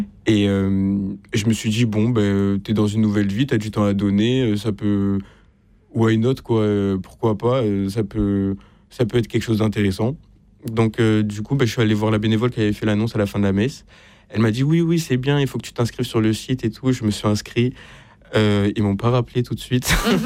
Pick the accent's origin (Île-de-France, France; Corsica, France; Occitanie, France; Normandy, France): Occitanie, France; Montpellier; une nouvelle ville, parce que de base, je viens de Montpellier.